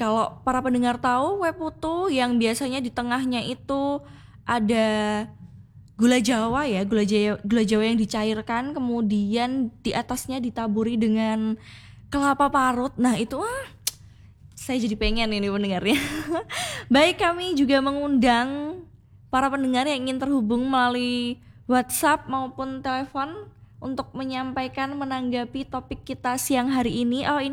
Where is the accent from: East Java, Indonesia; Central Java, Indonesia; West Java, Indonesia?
Central Java, Indonesia; Klaten; Kalau saya dari Klaten Bapak.